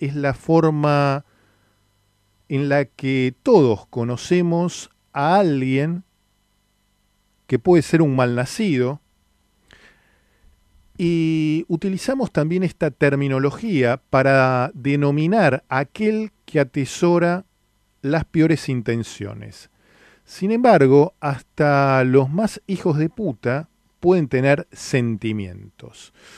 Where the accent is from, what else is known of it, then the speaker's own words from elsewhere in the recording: Argentina; claramente siendo argentino